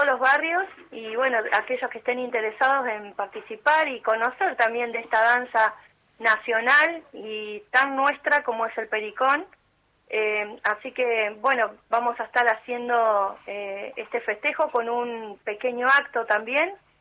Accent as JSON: {"language": "Spanish", "country": "Argentina"}